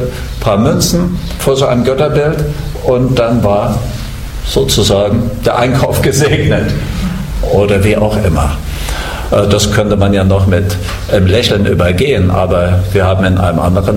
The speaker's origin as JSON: {"language": "German", "region": "East Germany", "country": "Germany", "tie": "born or raised there", "said": "Ich bin ja nun in der Ex-DDR aufgewachsen und ich habe noch die ganzen Bilder vor mir von Stalin, von Lenin, von Marx und Engels, diese Köpfe, ja, die hat man ja an jeder Ecke gesehen."}